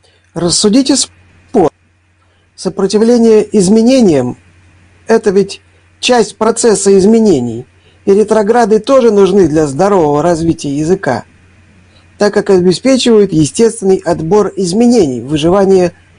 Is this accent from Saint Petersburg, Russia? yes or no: yes; Saint Petersburg, Russia; Я, как ленинградец, ответственно говорю